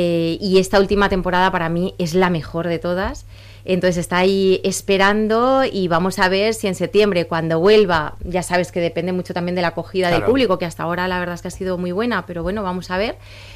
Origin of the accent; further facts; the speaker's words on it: Mallorca, Balearic Islands, Spain; yo soy mallorquina